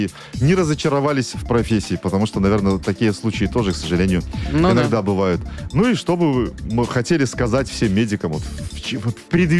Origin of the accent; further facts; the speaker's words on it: Belarus; Ну, мы же белорусы.